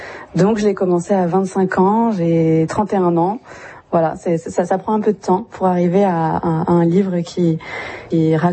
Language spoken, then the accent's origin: French; Djibouti; Une musique que moi je découvre, bien que j'ai grandi à Djibouti.